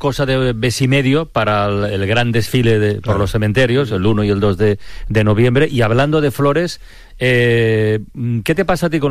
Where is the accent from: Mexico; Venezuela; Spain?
Spain; Tarragona, Catalonia; qué ocurrió en un cementerio de mi tierra, en el cementerio de Tarragona.